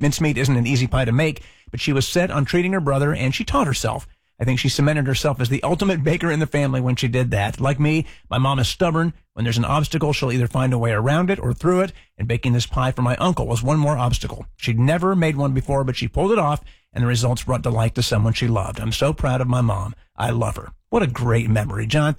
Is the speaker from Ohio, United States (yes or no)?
yes; Dayton, Ohio, United States; there was a mall in Dayton, Ohio, where I grew up outside of Dayton